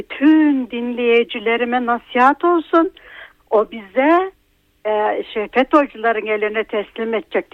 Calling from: Ödemiş, İzmir, Turkey; Ben İzmir Ödemiş'ten arıyorum.

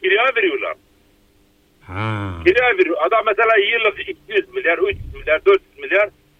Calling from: Diyarbakır, Diyarbakır Province, Turkey; Ben Diyarbakır'dan arıyorum.

